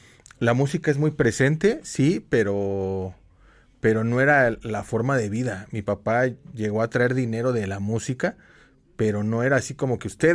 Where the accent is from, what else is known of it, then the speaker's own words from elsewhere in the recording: Mexico City, Mexico; toda mi niñez fue en la Cerro Prieto, que es una colonia de al lado.